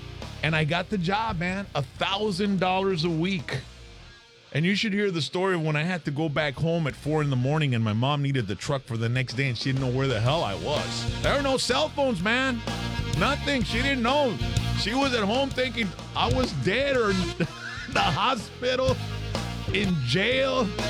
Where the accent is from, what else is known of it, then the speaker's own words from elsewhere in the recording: Mercedes, Texas, United States; 17 years old, I was a DJ there. And I'm from Mercedes, man.